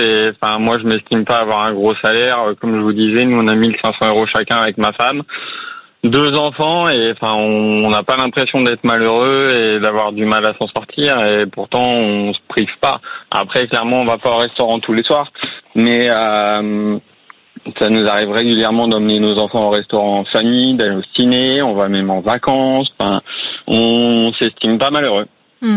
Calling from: Brittany, France; J'habite à côté de Rennes, dans une toute petite commune en campagne

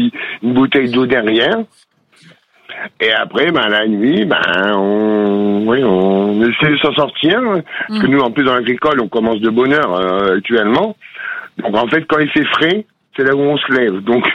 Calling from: Hauts-de-France, France; De Chivreval, en Picardie, à côté de Soissons.

